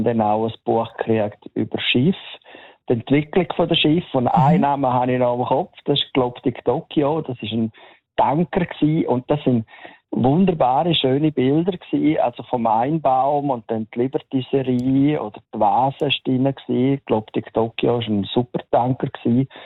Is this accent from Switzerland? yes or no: yes; Vättis, St. Gallen, Switzerland; ich bin in der Minz aufgewachsen und Bürger von Fettis, und dann ist das Drachenloch in der Nähe